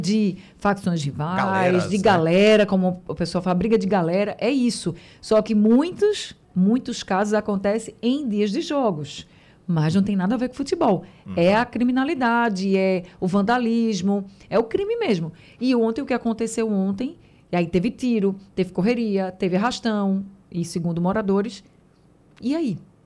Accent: Pernambuco, Brazil; born or raised there

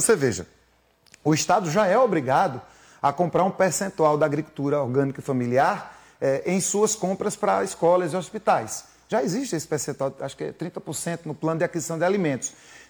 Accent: Recife, Pernambuco, Brazil

